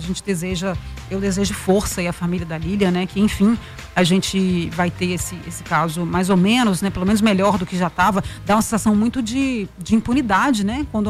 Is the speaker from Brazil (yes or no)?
yes; Uberlândia, Minas Gerais, Brazil; A prisão domiciliar tinha sido autorizada lá na minha, pertinho da minha terra natal, lá em Uberlândia